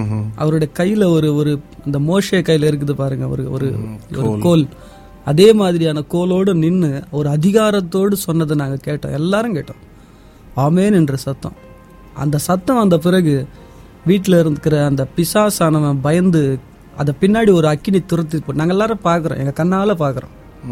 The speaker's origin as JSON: {"language": "Tamil", "town": "Chennai", "region": "Tamil Nadu", "country": "India", "tie": "born or raised there", "first_language": "Telugu", "second_language": "Tamil", "moved": "yes", "lives_now": "Tirupati, India", "said": "சென்னையில் நான் பிறந்து வளர்ந்ததால்"}